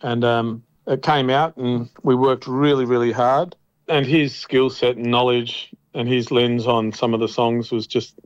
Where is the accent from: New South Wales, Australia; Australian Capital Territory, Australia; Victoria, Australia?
Victoria, Australia; Portland; My mum shifted from town to town. And I grew up primarily near Portland in Victoria, Australia.